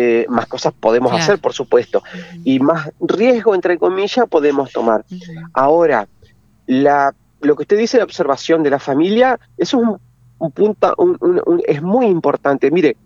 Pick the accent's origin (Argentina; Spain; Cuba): Argentina; General Ramírez, Entre Ríos; Yo soy de General Ramírez. Uh-huh. General Ramírez, 60 kilómetros al sur de la localidad de Paraná, sobre Ruta Nacional número 12.